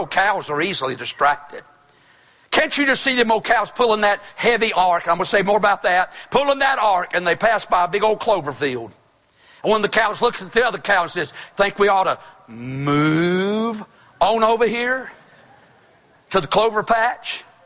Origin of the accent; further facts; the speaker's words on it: Toast, North Carolina, United States; now in Tobaccoville, United States; I'm from North Carolina. I'm from Toast, North Carolina. Surrey County, North Carolina. I live in a place called Tobaccoville. You ever heard of Tobaccoville? I live in a place by the name of Tobaccoville, North Carolina. I was born and raised in Toast, North Carolina.